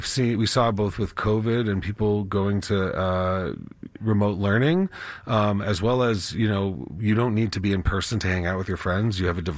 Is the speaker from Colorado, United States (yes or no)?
yes; Colorado, United States; born or raised there